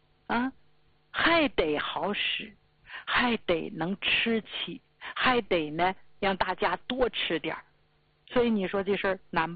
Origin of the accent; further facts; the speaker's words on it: Jilin, China; accent: Northeastern; 我说吉林是我老家呀，你看我一说话满嘴大碴子味儿，就东北人，那是我的老家，能忘了吗？